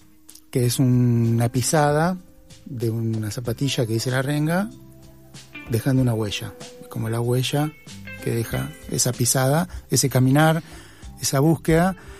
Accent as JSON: {"language": "Spanish", "region": "Buenos Aires", "country": "Argentina", "tie": "born or raised there", "said": "yo me crié en Piedrabuena, en un barrio donde éramos el colectivo"}